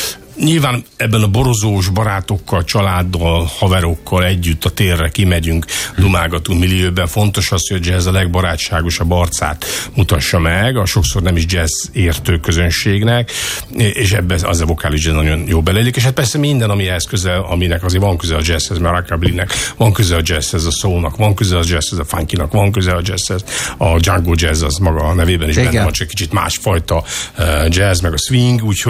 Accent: Lake Balaton area, Hungary; mi balatoninak érezzük magunkat, balatoni szív dobog bennünk, ezer szálon kötődünk, én is ott nőttem fel, most ott is élek félig meddig

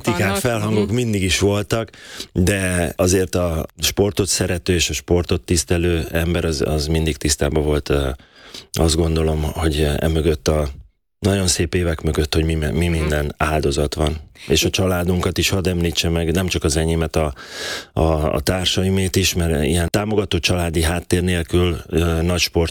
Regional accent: Szeged, Csongrád-Csanád, Hungary; Igen, én Törzsgyökeres szegedi vagyok, még most is szegedi, vagy mindig is szegedinek fogom magam vallani. Ott van az alma máterem, ott jártam ki az iskoláimat, gimnáziumig.

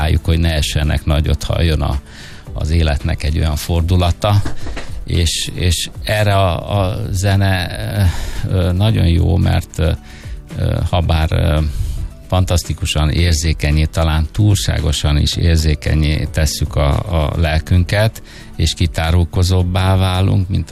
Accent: Hungary; born there; nem véletlenül születtem a Kárpát-medencébe

